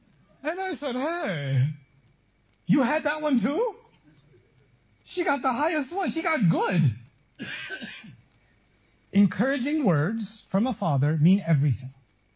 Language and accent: English; Pakistan; I'm from Pakistan, and in Pakistan, it is haram to encourage your children. We don't, we have a different madhab